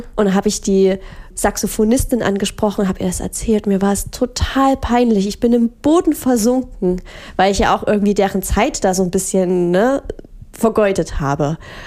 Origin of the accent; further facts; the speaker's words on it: Crimmitschau, Saxony, Germany; Ja, genau. Ich bin aus Krimmitschau hergezogen.